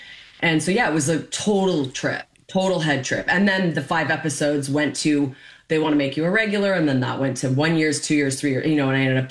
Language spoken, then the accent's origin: English; Canada; I feel weirdly because of my childhood and the way I was raised and and being Canadian